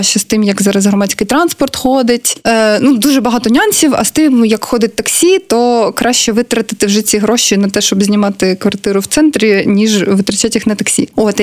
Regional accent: Kharkiv, Kharkiv Oblast, Ukraine; І коли я говорила, що я з Харкова, то люди реагували, типу, вау

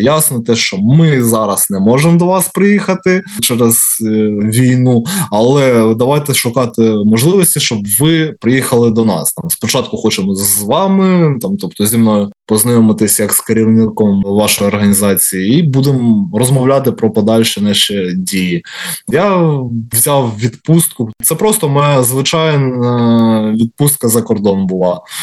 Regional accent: Kharkiv, Kharkiv Oblast, Ukraine; Я з Харкова, у нас є циркова студія.

